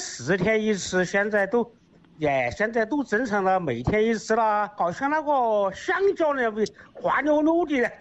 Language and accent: Chinese; Changde, Hunan, China; accent: Changde dialect; 我普通话讲不好，我讲的常德方言，你听得懂吗？